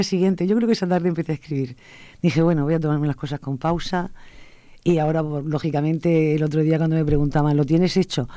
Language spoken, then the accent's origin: Spanish; Molina de Segura, Region of Murcia, Spain; Nací en Molina, he trabajado en Molina, me he criado en Molina, he crecido en Molina y he trabajado 43 años en la enseñanza, en el Colegio de Salcillo